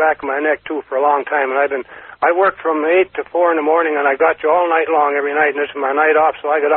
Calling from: Carson City, Nevada, United States; from Carson City.

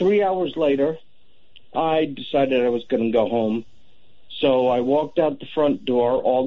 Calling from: Norman, Oklahoma, United States; I'm from Norman, Oklahoma, which is about 30 miles south of Oklahoma City.

